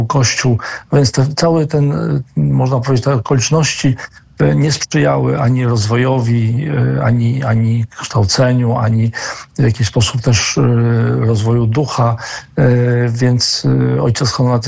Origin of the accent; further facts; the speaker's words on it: Biała Podlaska, Lublin Voivodeship, Poland; urodziliśmy się w tym samym mieście Białej Podlaskiej